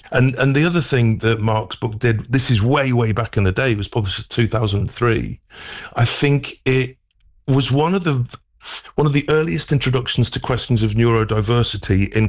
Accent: Stockport, North West England, United Kingdom; moved away

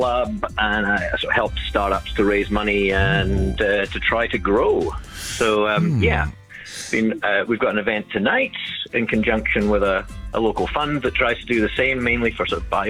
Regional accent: Keith, Scotland, United Kingdom; moved away as an adult; also born or lived in Inverness / Aberdeen / Edinburgh; now in Wellington, New Zealand; yeah, I am Scottish. I've been in Wellington. Wellington here in Wellington in New Zealand has been home for 23 years. But I'm originally born in Inverness, brought up in a small town called Keith

